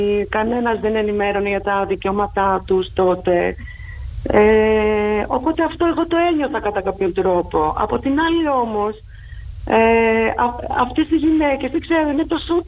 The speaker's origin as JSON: {"language": "Greek", "country": "Albania", "moved": "yes", "lives_now": "Greece", "said": "Η καταγωγή μου είναι από την Αλβανία και το 1995 η οικογένειά μου μαζί με μένα εγκαταλείψαμε την Αλβανία και πήγαμε σαν μετανάστες στο νησί της Κοπέλου, ένα πολύ τουριστικό μέρος."}